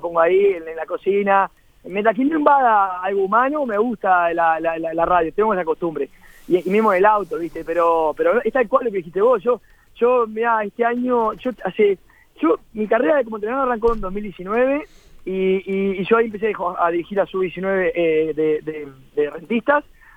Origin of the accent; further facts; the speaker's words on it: Uruguay; somos parte de Uruguay